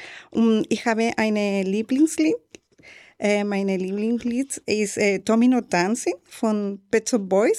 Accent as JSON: {"language": "German", "country": "Chile", "second_language": "German", "moved": "yes", "lives_now": "Eisenach, Germany", "said": "Ich komme aus Chile. Seit 2 Jahren ich wohne hier in Deutschland, in Eisenach."}